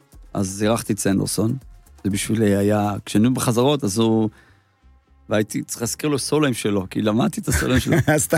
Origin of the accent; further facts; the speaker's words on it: Yeruham, Southern District, Israel; נולדתי בירוחם.